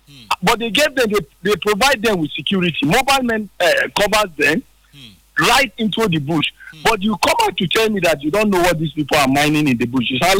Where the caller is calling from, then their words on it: Port Harcourt, Rivers, Nigeria; I'm calling from Port Harcourt.